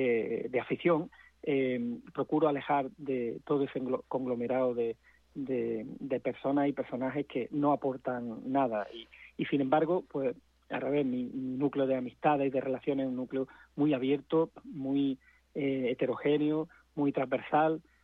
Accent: Andalusia, Spain; Yo me siento absolutamente, vamos, a gusto con mi acento, y me siento una persona que habla como hablaban mis ancestros, con una trayectoria, una cultura de siglo impregnada en el velo del paladar, ¿no? Y que tenemos que reivindicar, porque es una forma de hablar. Andalucía tiene distintas

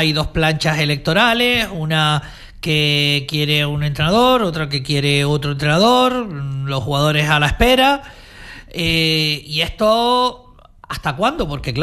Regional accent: Spain; A ver, no me vayan a decir España porque soy español, y no me vaya a decir Brasil porque me siento brasileño o uruguayo.

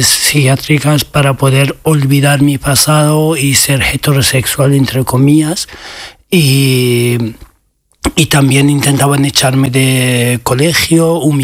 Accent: Iran; A ver, ser homosexual en mi país está, no es algo que se habla ni en la educación, ni en el sistema, ni políticamente, sino está reconocido como algo malo en la sociedad

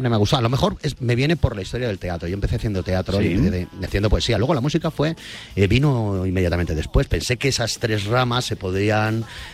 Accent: Benetússer, Valencian Community, Spain; en Benetús, en mi pueblo. Aquí doy un saludo a todos mis paisanos

